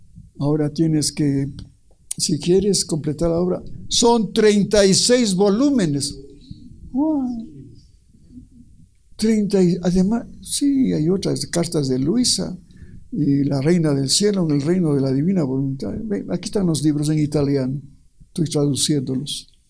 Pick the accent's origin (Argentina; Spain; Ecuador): Ecuador; no cobrar tan caro a mi pueblo ecuatoriano que es pobre